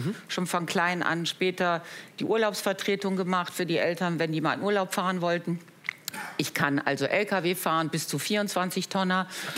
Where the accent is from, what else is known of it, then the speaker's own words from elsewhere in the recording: Solingen, North Rhine-Westphalia, Germany; aber ich komme halt aus Solingen und da weiß man schon, wie das Leben so ist, ne?